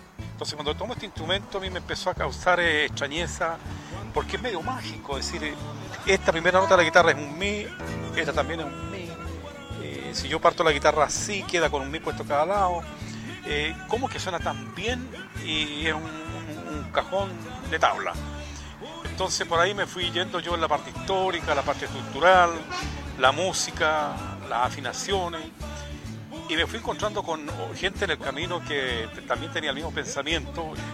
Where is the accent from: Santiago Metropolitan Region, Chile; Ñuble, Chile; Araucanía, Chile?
Araucanía, Chile; born there; Y yo en mi tierra escuché gente